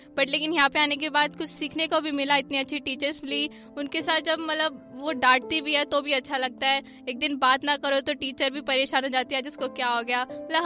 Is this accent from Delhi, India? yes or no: yes; Delhi, India; शाहबाद गांव में रहने वाली, दिल्ली में, मेरा जन्म दिल्ली में हुआ।